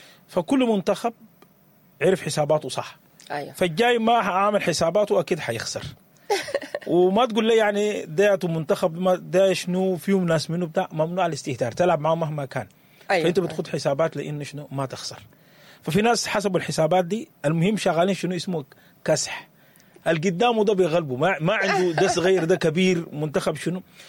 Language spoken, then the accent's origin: Arabic; Sudan; عندنا كسودانيين